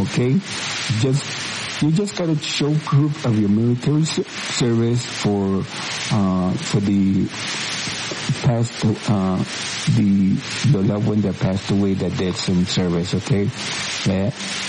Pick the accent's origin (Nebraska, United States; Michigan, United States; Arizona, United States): Arizona, United States; Hightown, of course, my hometown, Hightown.